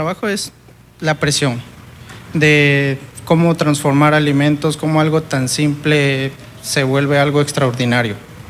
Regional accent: Tabasco, Mexico; Soy de Tabasco.

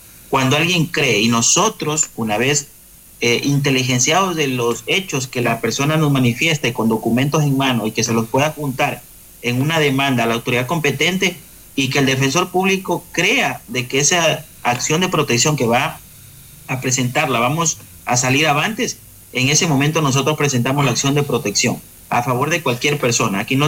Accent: Ecuador

